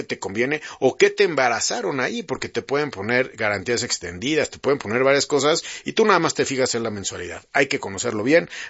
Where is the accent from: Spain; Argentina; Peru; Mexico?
Mexico; ¿Qué dicen nosotros como mexicanos, la sociedad, en las encuestas a nivel nacional?